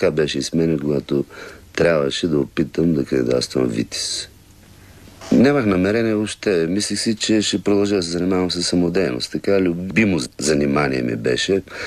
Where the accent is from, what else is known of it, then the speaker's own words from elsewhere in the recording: Elhovo, Yambol Province, Bulgaria; moved away as an adult; Това се случи в Елхово, там някъде е станало началото. И доста дълго време се чувствах много добре в моя роден град. Някъде около 18-19 години живях там.